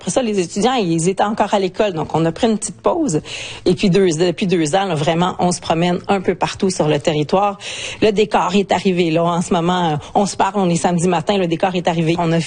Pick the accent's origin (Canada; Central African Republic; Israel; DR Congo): Canada; Ontario; Puis moi j'ai grandi en Ontario francophone, donc je connais l'importance de vivre dans ma langue quand on est loin